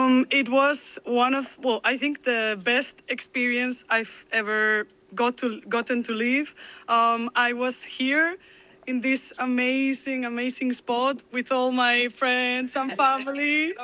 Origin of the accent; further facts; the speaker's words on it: Viveiro, Galicia, Spain; now in Ortigueira, Spain; Yeah, right now we are in Ortigueira, and I come from Viveiro, which is where my grandma was from.